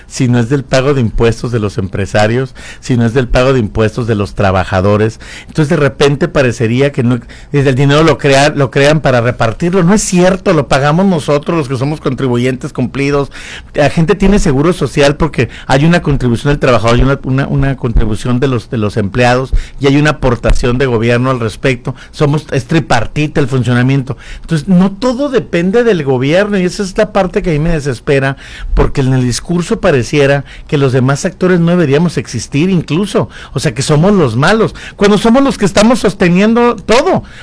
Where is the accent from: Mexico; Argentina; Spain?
Mexico